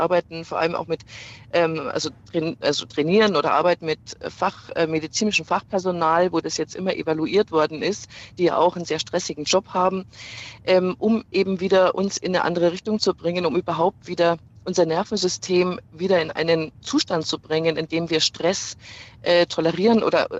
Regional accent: Regensburg, Bavaria, Germany; Regensburg ist stark vertreten. Ich komme auch aus

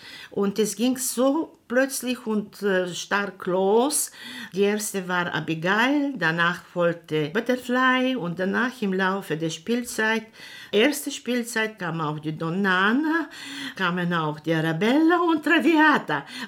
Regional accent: Bulgaria; In meiner Heimatstadt findet sich die älteste Opernhaus Bulgariens, in der Provinz nach Sofia. Ich bin praktisch in dieser Oper aufgewachsen.

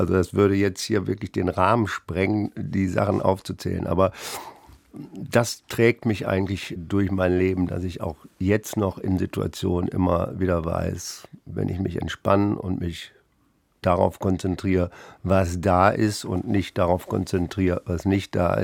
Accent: Hamburg, Germany; born there; Ich bin in Hamburg geboren, aber sie haben nicht automatisch die deutsche Staatsangehörigkeit angenommen. Und mit 16 hatte ich den Status des heimatlosen Ausländers.

